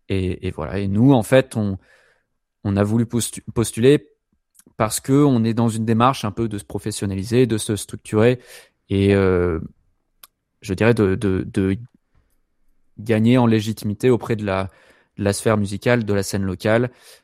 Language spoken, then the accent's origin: French; Montpellier, Occitanie, France; C'est ça. Donc … et moi, on est de Montpellier.